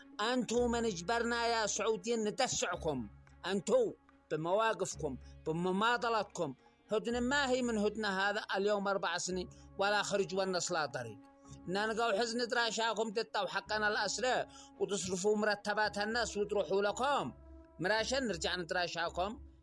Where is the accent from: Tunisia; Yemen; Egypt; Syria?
Yemen